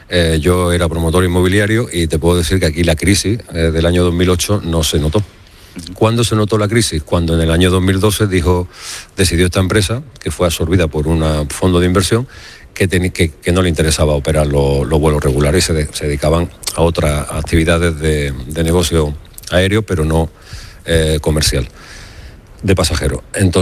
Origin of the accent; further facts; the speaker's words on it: Cabra, Andalusia, Spain; now in Ceuta, Spain; como egabrense, pero con alma caballa, porque llevo 34 años aquí